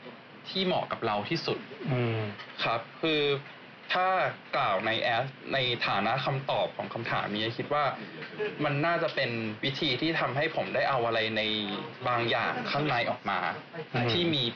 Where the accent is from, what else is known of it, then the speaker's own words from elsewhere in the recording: Bangkok, Thailand; now in Japan; ตอนอยู่ไทยผมอยู่กรุงเทพเนาะผมคนกรุงเทพแล้วผมรู้สึกว่ากรุงเทพเป็นเมืองที่ไม่ค่อยอนุญาตให้เรามีความสุขเท่าไหร่